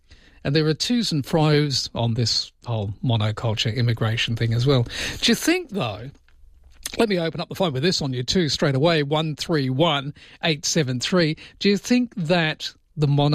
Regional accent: England, United Kingdom; I was thinking to myself, being English, because I know the history of Tommy Robinson

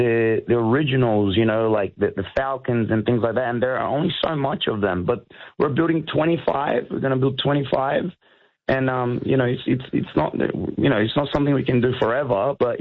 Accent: Australia; also born or lived in Brazil; I've moved around a lot, but I was born in Brazil, but I grew up in Australia.

